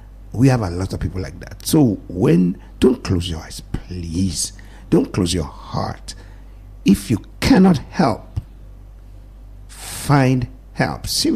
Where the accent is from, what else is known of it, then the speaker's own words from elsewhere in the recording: Grand Bay, Saint Patrick Parish, Dominica; You know I'm from Granby.